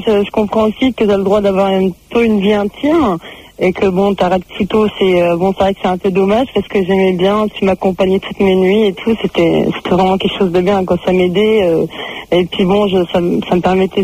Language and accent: French; Turkey; C'était d'origine, je suis turque, et j'étais en été en vacances.